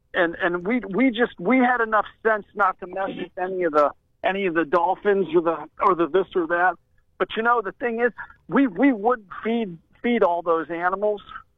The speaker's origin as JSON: {"language": "English", "town": "Aurora", "country": "United States", "tie": "born or raised there", "said": "I grew up in Aurora."}